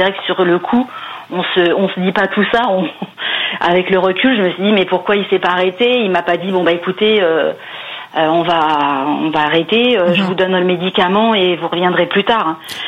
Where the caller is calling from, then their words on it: Montargis, Centre-Val de Loire, France; Montargis.